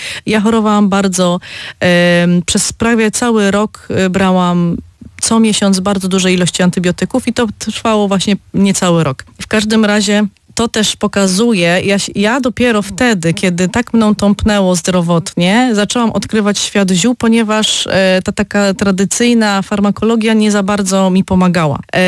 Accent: Opole, Opole Voivodeship, Poland; born there; Tak, ja się urodziłam w Opolu.

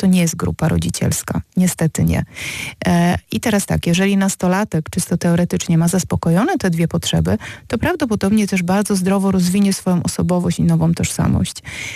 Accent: mountains, Poland; Ja zresztą pochodzę z gór, więc tam było jeszcze zimniej.

